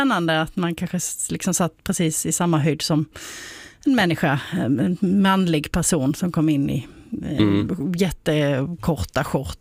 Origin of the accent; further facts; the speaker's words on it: Båstad, Skåne, Sweden; jag är ju från Båstad